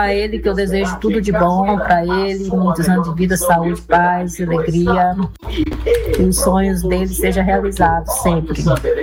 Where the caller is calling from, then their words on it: Campo Maior, Piauí, Brazil; daqui do Cariri, Campo Maior.